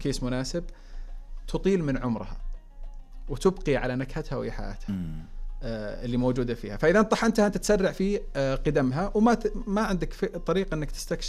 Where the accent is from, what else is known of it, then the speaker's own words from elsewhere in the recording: Saudi Arabia; احنا كسعوديين